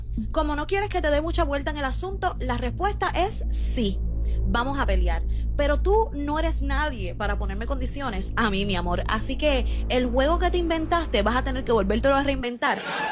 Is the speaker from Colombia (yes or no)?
no; Puerto Rico; Yo soy boricua